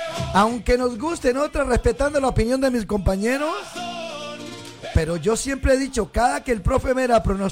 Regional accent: Colombia; Eso es, yo soy español, yo soy colombiano

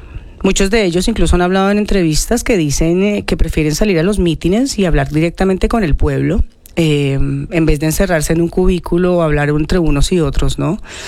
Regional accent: Colombia; now in Madrid, Spain; una de las grandes ventajas que tenemos como colombianos es que aún estando lejos

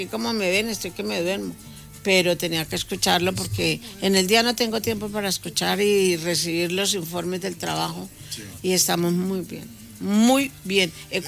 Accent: Colombia; born there; moved away; yo soy colombiana, nací en Colombia y soy colombiana

